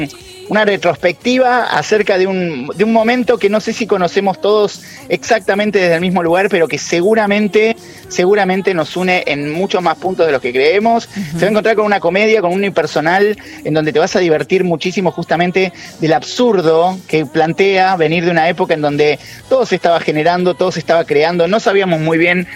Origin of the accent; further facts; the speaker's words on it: Banfield, Buenos Aires Province, Argentina; yo soy de Buenos Aires, soy de Banfield, sí, que es un pueblo al sur de la provincia